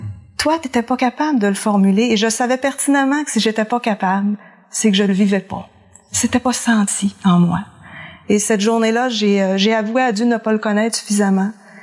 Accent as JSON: {"language": "French", "town": "Saguenay", "region": "Quebec", "country": "Canada", "tie": "born or raised there"}